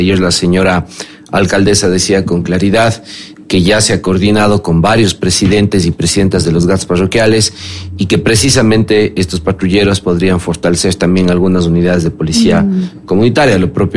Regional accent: Cuenca, Azuay, Ecuador; lo bueno pagadores que somos los cuencanos

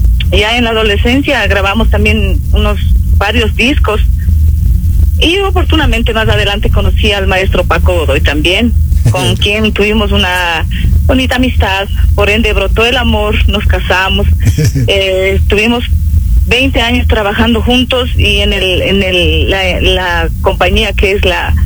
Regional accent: Pimampiro, Imbabura, Ecuador; also born or lived in Quito; en Pimampiro. Me afinqué en la ciudad de Quito ya a los 11 años. Y entonces tengo gratos recuerdos de mi ciudad natal.

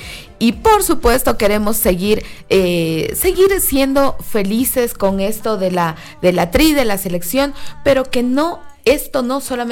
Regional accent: Ecuador

